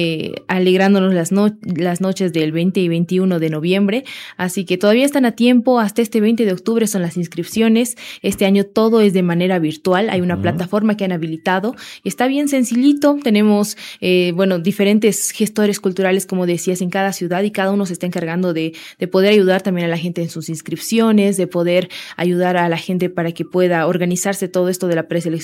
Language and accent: Spanish; Bolivia; Y apoyar como bolivianos, ya que como bien decías, no se cuenta con tantos festivales ya en la actualidad.